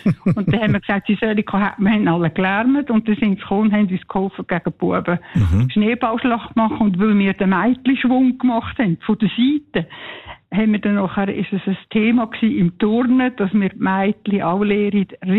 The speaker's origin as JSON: {"language": "German", "region": "Lucerne", "country": "Switzerland", "tie": "born or raised there", "said": "Ja, ich bin in Luzern aufgewachsen und bin in Meinhof-Schule aus der Schule."}